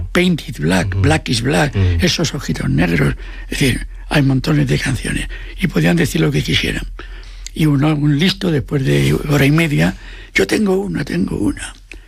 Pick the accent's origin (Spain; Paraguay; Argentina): Spain; Asturias; Como yo soy asturiano, digo, ¿de dónde?